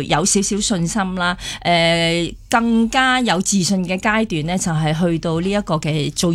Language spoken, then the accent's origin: Cantonese; Hong Kong; moved away as an adult; 啲人就以為哦乜原來你都係內地生活啊，即係內地生長，但係其實唔係嘅，我係土生土長嘅香港人，只不過咧後期咧就去咗內地發展